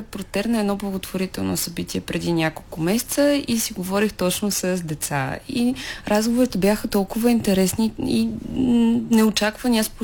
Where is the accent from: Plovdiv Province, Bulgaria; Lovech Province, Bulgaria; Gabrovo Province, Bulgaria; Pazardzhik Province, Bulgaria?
Plovdiv Province, Bulgaria; Plovdiv; born there